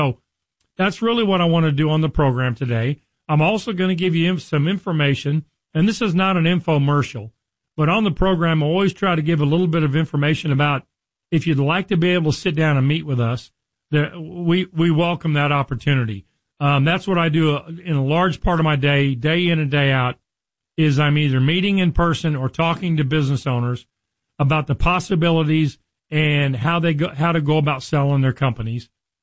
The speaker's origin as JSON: {"language": "English", "town": "Richardson", "region": "Texas", "country": "United States", "tie": "born or raised there"}